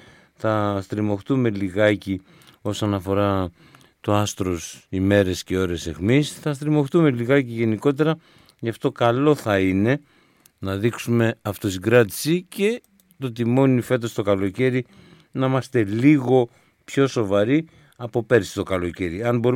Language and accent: Greek; Greece; Είμαι Έλληνας, είναι βασικό συστατικό του χαρακτήρα μου να πάω να ρίξω μια βουτιά.